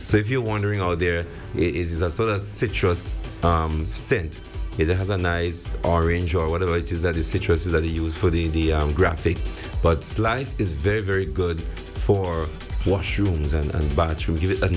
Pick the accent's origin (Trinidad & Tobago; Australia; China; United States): Trinidad & Tobago; growing up in Trinidad